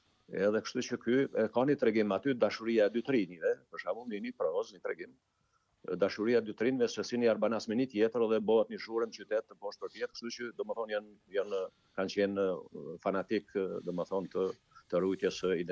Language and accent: Albanian; Deçan, Peja District, Kosovo; nga Komuna Deçanit